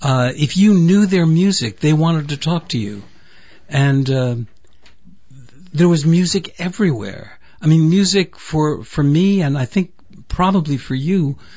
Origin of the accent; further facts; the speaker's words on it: New York, United States; I grew up midtown. I grew up right near Bloomingdale's.